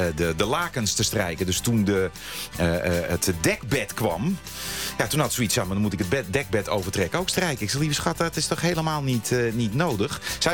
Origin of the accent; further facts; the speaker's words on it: Friesland, Netherlands; born there; als geboren Fries.